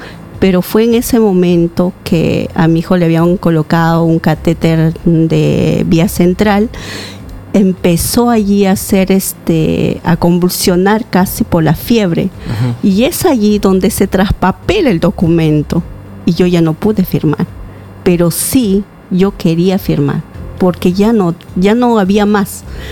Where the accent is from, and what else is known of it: Pasco, Peru; moved away as an adult; now in Lima, Peru